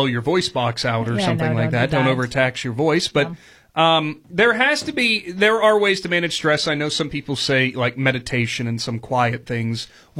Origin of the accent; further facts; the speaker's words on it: Goshen, United States; I'm from Goshen.